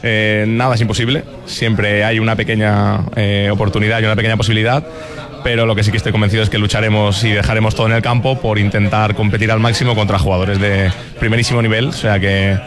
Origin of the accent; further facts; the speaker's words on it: Valencia, Valencian Community, Spain; now in Manacor, Spain; Yo, que soy de Valencia, pues de la terreta.